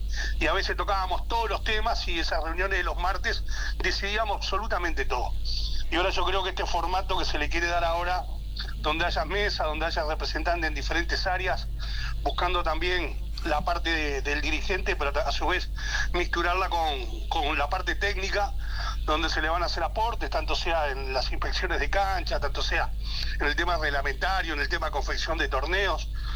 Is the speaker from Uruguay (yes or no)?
yes; Uruguay; soy un uruguayo más